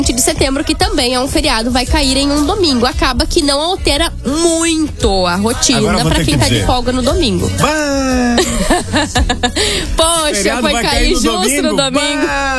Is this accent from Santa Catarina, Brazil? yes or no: no; Rio Grande do Sul, Brazil; nossa cultura gaúcha